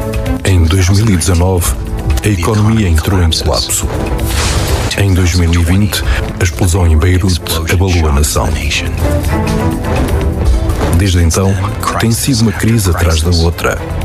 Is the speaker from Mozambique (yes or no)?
no; Lebanon; moved away as an adult; now in Lisbon, Portugal; sou libanês, tenho 59 anos. Estou aqui em Lisboa com a minha família, a minha esposa e as minhas 2 filhas há quase 5 anos.